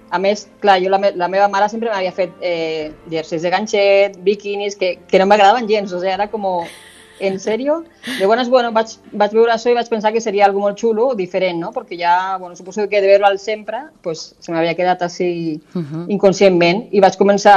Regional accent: Murcia, Region of Murcia, Spain; born there; moved away as an adult; jo vaig néixer a Múrcia, vale, i als 18 anys vaig venir aquí a estudiar disseny i moda.

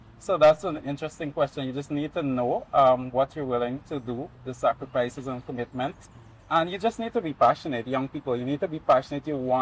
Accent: Pomeroon-Supenaam, Guyana; I'm from the Essequibo Coast

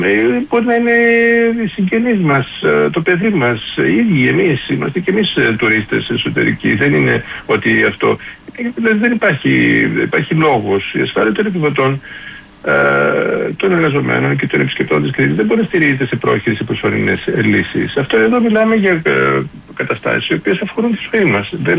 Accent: Greece; και εγώ το έκανα ως άνθρωπος, ως Έλληνας

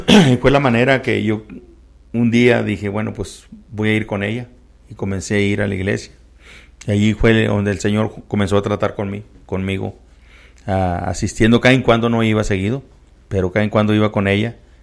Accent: Coahuila, Mexico; moved away as an adult; now in Midland, United States; De Coahuila, del estado de Coahuila. Llegamos en el 80, recién casados, me casé el 79, llegamos recién casados y vivimos cerquita de la iglesia.

